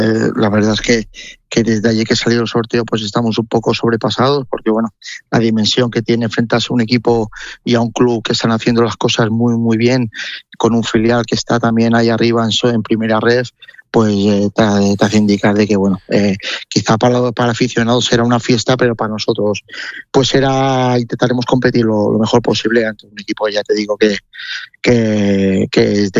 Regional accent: Valencia, Valencian Community, Spain; now in Manacor, Spain; soy valenciano, siempre he seguido el Valencia, cada año si puedo me acerco a Mestalla para ver al Valencia.

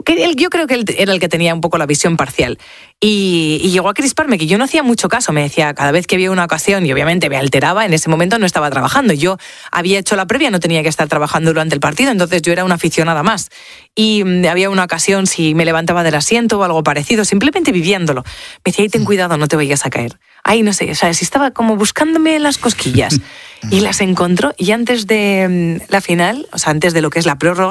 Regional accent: Spain; yo soy española

